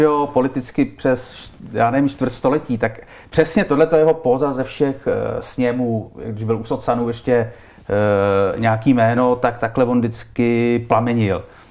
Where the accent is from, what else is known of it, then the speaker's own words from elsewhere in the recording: Prague, Czechia; Já nejsem z Brna, Xaver, já jsem z Prahy